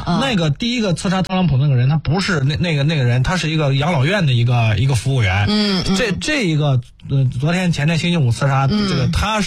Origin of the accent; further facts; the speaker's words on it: Xuzhou, Jiangsu, China; 我也是徐州这样土生土长了五十年、在铁路。